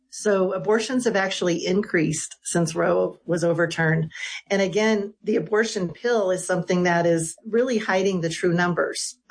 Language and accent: English; California, United States; I was born and raised in California.